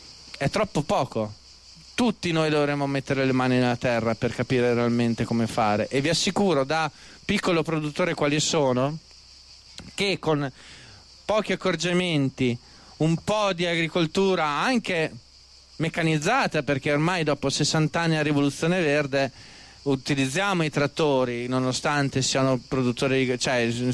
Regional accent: Trentino-Alto Adige, Italy; Io vengo dal Trentino, c'è una valle, la Val di Gresta, che è l'emblema della produzione biologica.

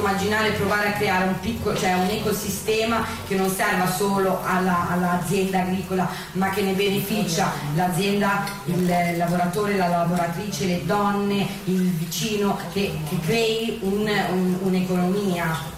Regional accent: Palestine; Io vengo dalla Palestina

